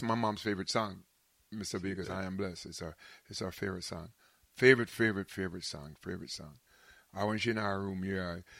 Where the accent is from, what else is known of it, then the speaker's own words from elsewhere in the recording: Jamaica; accent: Jamaican; no matter how me feel like my Jamaican accent, proper.